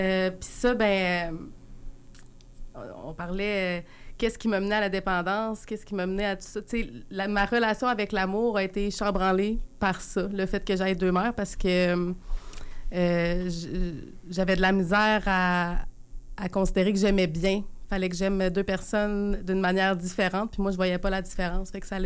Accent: Quebec City, Quebec, Canada; J'ai 34 ans. Moi, je viens de Charlebourg. Je viens d'ici. J'ai grandi dans une famille aimante.

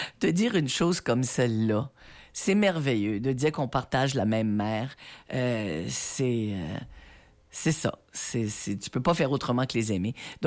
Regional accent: Tracadie, New Brunswick, Canada; je viens de Tracadie.

